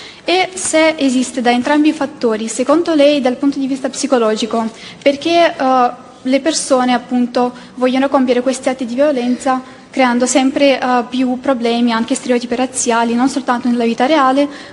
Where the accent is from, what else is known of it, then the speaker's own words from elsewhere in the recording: Ukraine; Italian is a second language; now in Naples, Italy; ho 19 anni e sono ucraina, vivo in Italia ormai da 4 anni e per il momento abito a Napoli